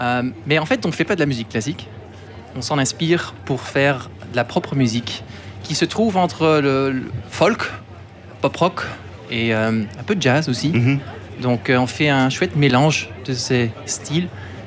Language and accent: French; Flanders, Belgium; also born or lived in Liège; Moi, je suis né à Liège. Oui. Mais j'ai grandi en Flandre. On vient tous du même village, dans le Labourg du Nord.